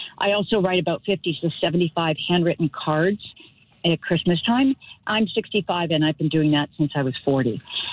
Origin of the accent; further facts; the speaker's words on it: Lunenburg, Nova Scotia, Canada; Yeah, well, I was brought up in Lunenburg, but then I lived outside, and when I got mail delivery, it was a shock. But in Lunenburg, since the 1960s that I grew up